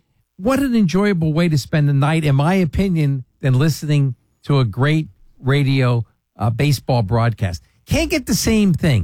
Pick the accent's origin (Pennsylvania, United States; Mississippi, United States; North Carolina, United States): Pennsylvania, United States; Allentown; I grew up in East Allentown